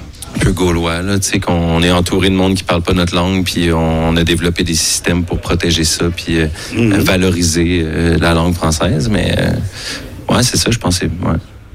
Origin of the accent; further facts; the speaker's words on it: Saint-Hyacinthe, Quebec, Canada; Ouais, Montérégie. Moi, Saint-Hyacinthe, c'est un peu comme ici, là. Mettons, on est 50 000, fait chaud, puis les restaurants sont comme moyens.